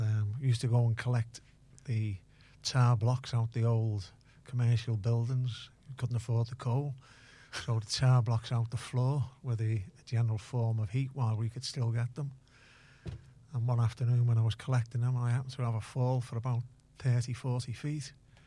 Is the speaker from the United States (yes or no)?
no; Liverpool, North West England, United Kingdom; I was actually born in Liverpool 3, Kirby Street, which is just off Langsdale Street, in an area that's now known as West Everton.